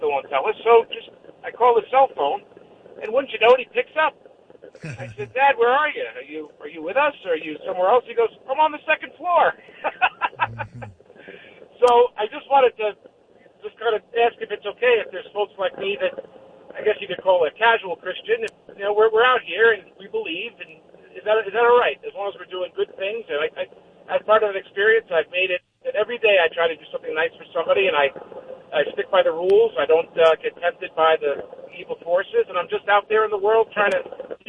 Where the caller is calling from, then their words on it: New York, United States; I'm calling from New York